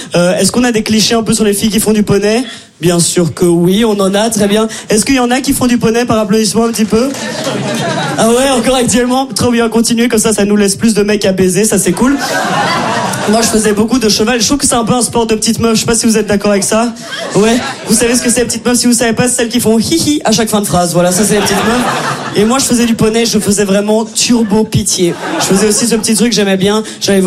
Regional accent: Belgium; En tout cas, je viens pas de France, voilà, je viens de Belgique.

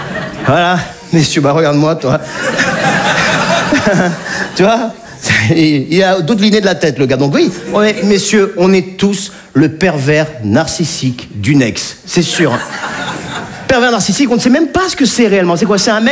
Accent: Nice, Provence-Alpes-Côte d'Azur, France; moved away as an adult; now in Paris, France; je suis niçois

